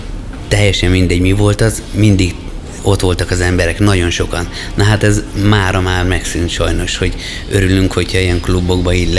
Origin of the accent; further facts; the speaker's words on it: Gödöllő, Pest, Hungary; mi ketten a Zsoltival gödöllőiek vagyunk.